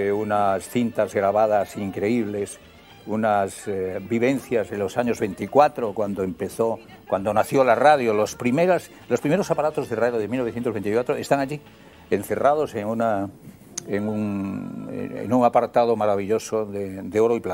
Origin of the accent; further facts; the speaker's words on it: Ponferrada, Castile and León, Spain; now in Roda de Berà, Spain; la Virgen de la Encina, que es la patrona de mi tierra